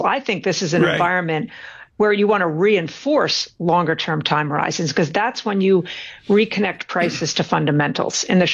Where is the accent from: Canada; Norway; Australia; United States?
Norway; I went to my home country, Tom. I went to Norway.